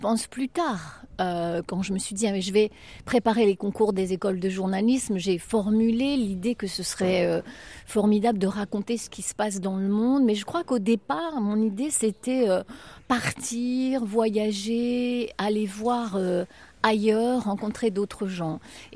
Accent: Brittany, France; born or raised there; now in Paris region, France

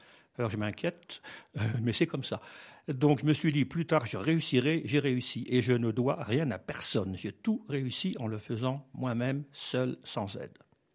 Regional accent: Metz, Grand Est, France; Je suis né à Metz, donc dans une ville. Mais mon père est décédé lorsque j'avais un an et demi. Donc, j'ai été élevé par mes grands-parents qui parlaient à peine le français. C'est pour ça que je le parle très bien maintenant et que j'écris en français.

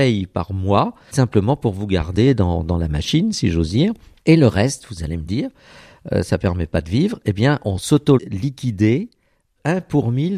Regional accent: Grand Est, France; quand on est alsacien mosellan.

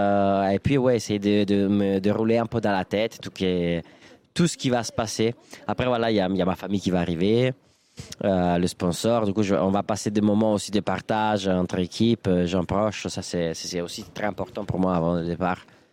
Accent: Milan, Lombardy, Italy; French is a second language; moi je viens pas du tout d'un milieu voileux, je suis de Milan, il y a pas de mer

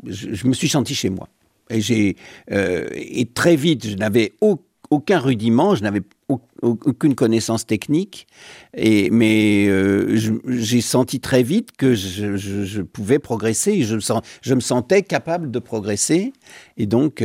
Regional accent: Paris, Île-de-France, France; Je suis un petit parisien plutôt banlieusard, mais parisien, oui.

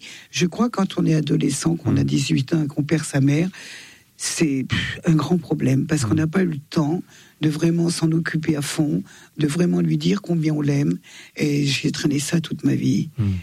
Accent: Auvergne-Rhône-Alpes, France; Je suis plus savoyarde que française, d'ailleurs.

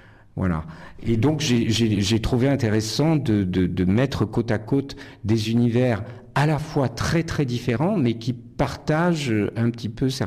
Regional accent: Nice, Provence-Alpes-Côte d'Azur, France; Exactement, puisque je suis né et j'ai grandi à Nice. Mes parents étaient niçois également, d'origine italienne.

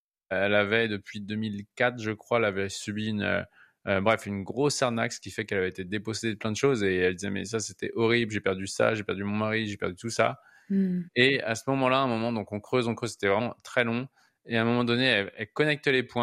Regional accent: France; chez nous, en France

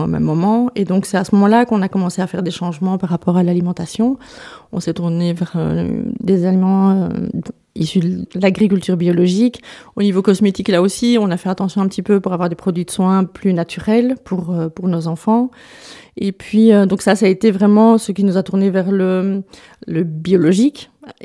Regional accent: Namur, Wallonia, Belgium; Alors non, moi je suis namuroise, pure souche.

